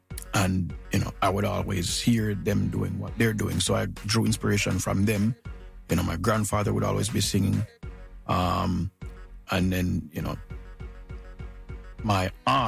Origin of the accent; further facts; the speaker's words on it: Montego Bay, Saint James, Jamaica; also born or lived in Kingston; So even though I'm from Montego Bay, you know, I had to basically move across to the other side of the island now